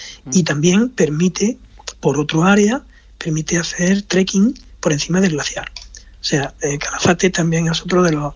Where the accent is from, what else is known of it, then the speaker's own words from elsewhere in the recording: Spain; nuestra España